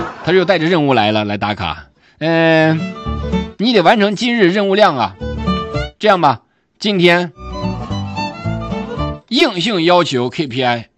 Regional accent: Shandong, China; now in Haikou, China; 作为山东人不骗山东人，我觉得作为北方人来说，北方口味

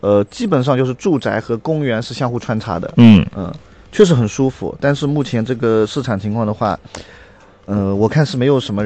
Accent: Shaoxing, Zhejiang, China; 我是那个浙江的绍兴

